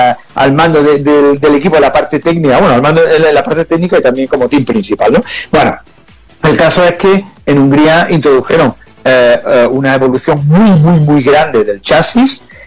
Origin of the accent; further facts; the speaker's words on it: Spain; te puedes imaginar en mi país, ¿no? En España